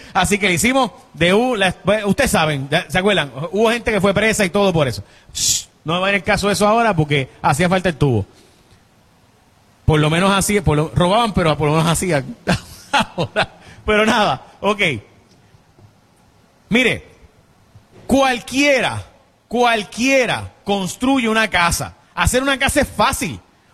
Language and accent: Spanish; Puerto Rico; Yo amo Puerto Rico